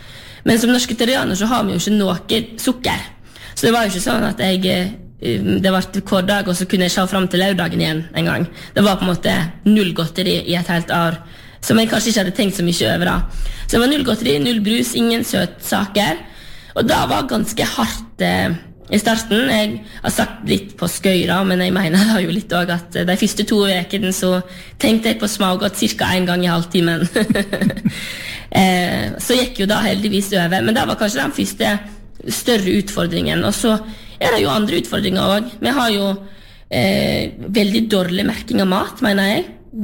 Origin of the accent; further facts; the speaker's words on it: Vestland, Norway; som jeg kommer jo selv ifra Lerigard på Sørheim, og jeg ser hva store ringvirkninger landbruket har i et lokalsamfunn, eller mange av de lokalsamfunnene som jeg har i Lustra